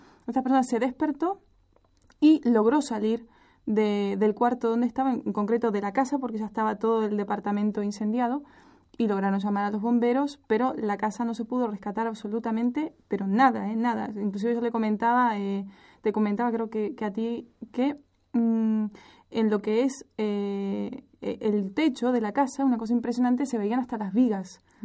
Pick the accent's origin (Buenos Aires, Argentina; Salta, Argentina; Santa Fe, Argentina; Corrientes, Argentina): Buenos Aires, Argentina; born there; yo soy argentina, nací en Buenos Aires, tengo 25 años y a los 19 años entré en policía.